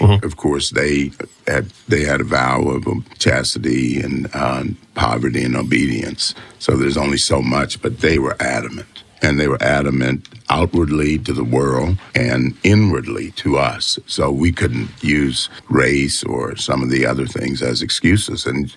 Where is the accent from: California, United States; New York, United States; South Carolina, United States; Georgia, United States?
Georgia, United States; Pinpoint; born there; Well, I was born in Pinpoint, but I had most of my growing up, I've been fortunate.